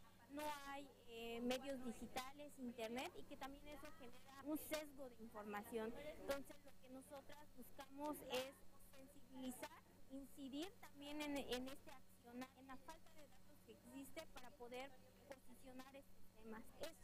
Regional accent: Yucatán Peninsula, Mexico; soy del pueblo maya, vengo de México, del sur de México, en la península de Yucatán.

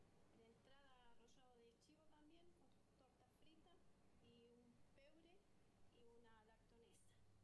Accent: Andacollo, Neuquén, Argentina; now in Las Ovejas, Argentina; Yo soy de Andacollo, pero ya hace varios años que estoy acá, viviendo en Las Ovejas.

